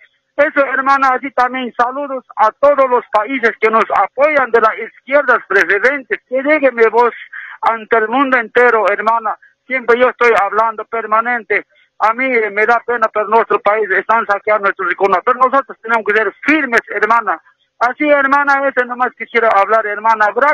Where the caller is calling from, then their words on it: Montero, Santa Cruz, Bolivia; Estamos llamando, hermana, de aquí de Montero, Santa Cruz.